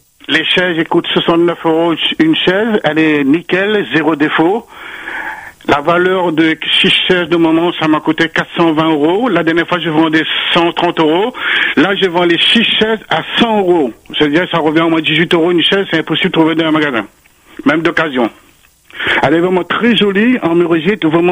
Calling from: Saint-Pierre, Réunion; Et j'habite à Saint-Pierre.

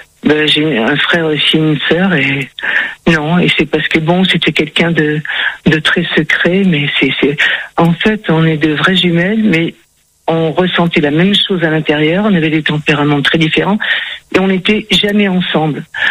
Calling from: Nouvelle-Aquitaine, France; je suis de la Charente

